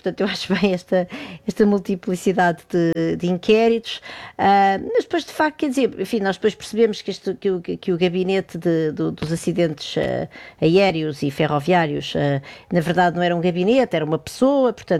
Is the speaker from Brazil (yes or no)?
no; Lisbon, Portugal; nós temos enquanto lisboetas e enquanto utentes dos transportes públicos em Lisboa